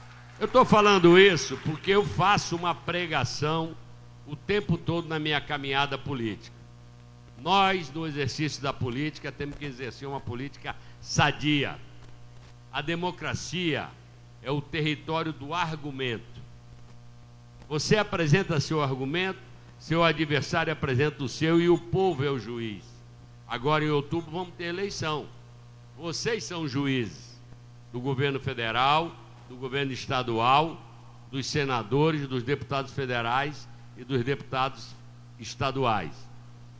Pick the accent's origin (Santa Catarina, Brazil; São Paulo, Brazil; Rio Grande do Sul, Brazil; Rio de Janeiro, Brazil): Rio de Janeiro, Brazil; born there; now in Bahia, Brazil; Eu, que nasci no Rio de Janeiro, mas estou na Bahia há 52 anos, com muito orgulho e com muito prazer